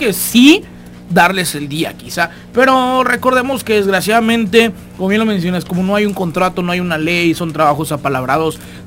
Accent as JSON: {"language": "Spanish", "country": "Mexico"}